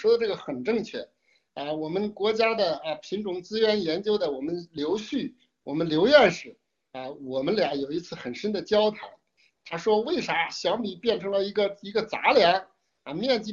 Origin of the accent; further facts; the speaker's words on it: China; 我们人人，我们是中国人，人人要爱国，爱国很重要。